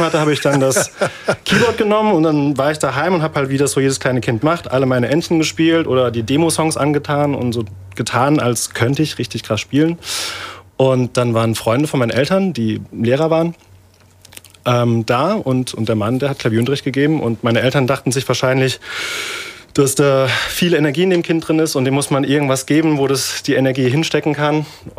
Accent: Birkenhard, Baden-Württemberg, Germany; Und die gibt es bei uns in Birkenhardt auch einmal im Jahr. Da gibt es dann 3 mickrige Stände, die Guzel, Dosen werfen und sonst noch was anbieten. Und als 5-jähriger Knirps habe ich da auch geworfen, aber nicht getroffen.

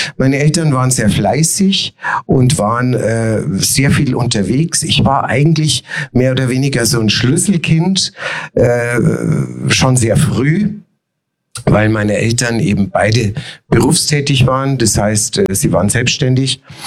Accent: Munich, Bavaria, Germany; also born or lived in Obersendling, Munich; Ich bin geboren in Obersendling und bin dann aufgewachsen in Schwabing. Wir haben erst in der Theresienstraße gewohnt, dann in der Giselastraße.

